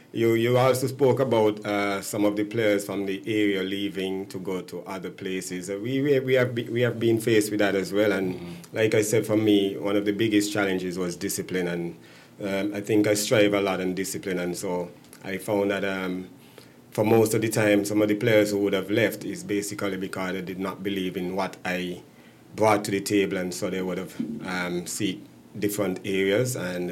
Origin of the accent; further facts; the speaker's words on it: Basseterre, St. Kitts & Nevis; born there; now in Old Road, Saint Kitts and Nevis; I'm not really from the area. I'm living there. I'm really from Bastia, so village area, Market Street, born in Market Street.